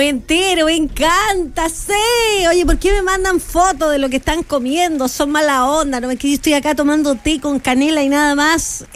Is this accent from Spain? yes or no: no; northern Chile, Chile; also born or lived in Santiago; somos el norte de Chile